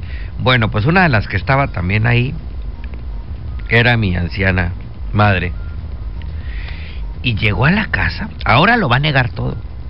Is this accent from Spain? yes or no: no; northern Mexico, Mexico; soy norteño.